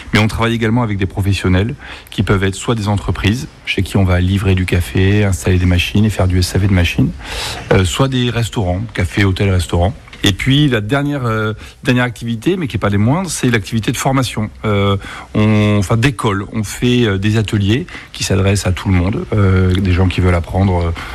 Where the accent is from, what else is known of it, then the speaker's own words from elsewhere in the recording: Bordeaux, Nouvelle-Aquitaine, France; moved away as an adult; also born or lived in Paris; Je suis bordelais, j'ai eu envie de revenir